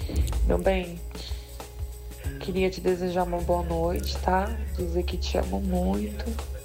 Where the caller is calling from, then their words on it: Hortolândia, São Paulo, Brazil; Eu sou da cidade de Hortolândia.